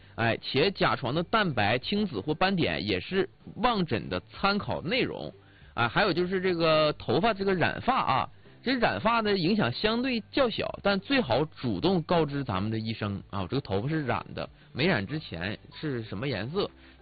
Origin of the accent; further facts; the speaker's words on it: Northeast China, China; 咱们东北这边的冬天啊手会干裂